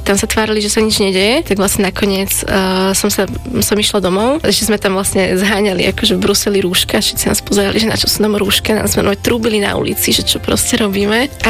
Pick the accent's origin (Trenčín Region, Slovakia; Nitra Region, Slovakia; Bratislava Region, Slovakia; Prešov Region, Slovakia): Bratislava Region, Slovakia; Bratislava; som z Bratislavy a mám 27 rokov.